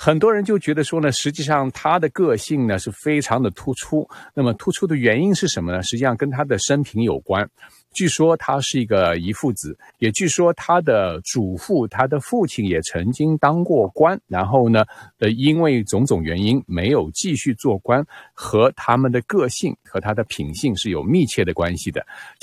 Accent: China; moved away; also born or lived in Shanghai; 所以作为中国人，作为曾经生活在上海

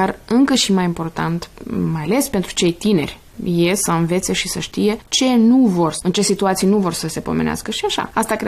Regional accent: Chișinău, Moldova; born there; Eu m-am născut în 1988 la Chișinău.

